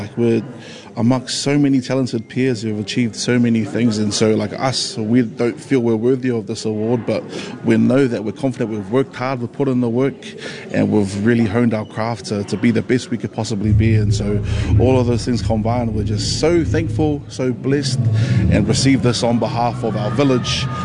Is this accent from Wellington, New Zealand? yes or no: yes; Wellington, New Zealand; because we're from Wellington too